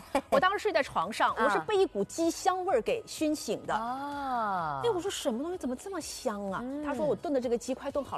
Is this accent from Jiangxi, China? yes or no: yes; Jiangxi, China; 因为我们江西人是爱吃乌鸡的